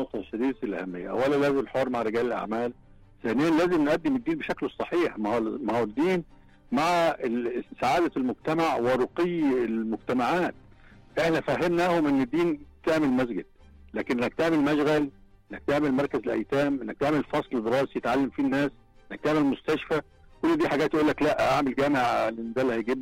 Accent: Egypt; عندنا في مصر يعني رقم ضخم من المؤسسات الثقافية

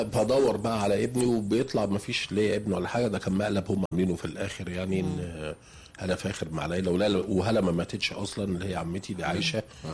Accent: Egypt; في بلدي في مصر

